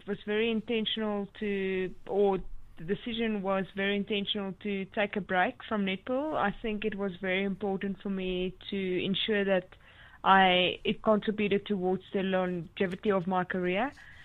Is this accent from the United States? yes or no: no; South Africa; especially being a South African